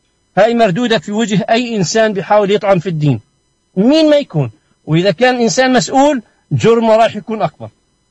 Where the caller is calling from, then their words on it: Palestine; أنا كإنسان فلسطيني